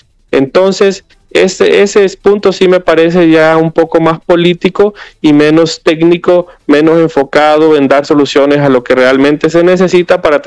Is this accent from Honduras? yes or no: yes; Honduras